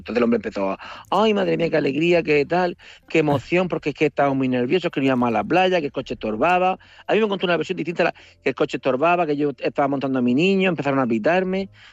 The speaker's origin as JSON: {"language": "Spanish", "town": "Murcia", "region": "Region of Murcia", "country": "Spain", "said": "Digo, mire … soy de Murcia y tal."}